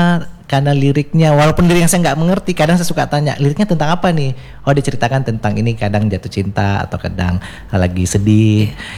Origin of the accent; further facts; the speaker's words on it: Makassar, South Sulawesi, Indonesia; now in Aceh, Indonesia; saya asli orang Makassar